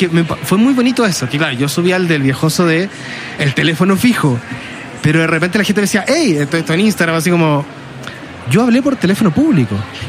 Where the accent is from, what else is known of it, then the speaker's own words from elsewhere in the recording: Chile; nosotros los chilenos hablamos rápido y mal, tengo que decirlo. Yo soy el peor, yo puedo hablar muy rápido.